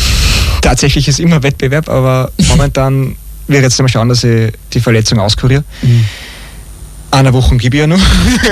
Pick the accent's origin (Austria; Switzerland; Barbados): Austria; Asperhofen, Lower Austria; Und danach geht es weiter mit dem Lauf in meiner Heimatgemeinde in Asperhofen, auf dem Buchberg. Das ist einfach der Hausberg und da muss ich starten.